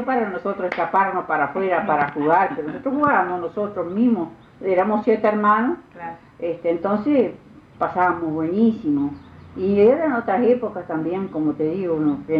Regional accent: Vergara, Treinta y Tres, Uruguay; Nací acá en Vergara.

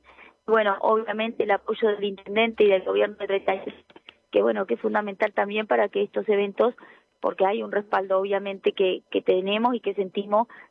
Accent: Vergara, Treinta y Tres, Uruguay; la gente de mi pueblo, de Vergara

